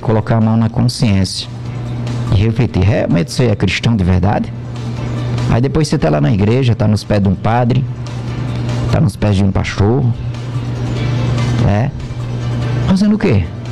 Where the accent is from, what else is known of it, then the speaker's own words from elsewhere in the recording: Campina Grande, Paraíba, Brazil; moved away; lá na minha cidade, em Campina Grande